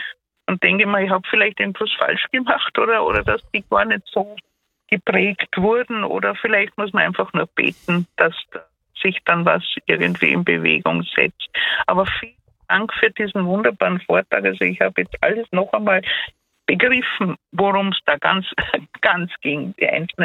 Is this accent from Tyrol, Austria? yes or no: yes; Tyrol, Austria; Ich bin in Tirol aufgewachsen, 4 Jahre in.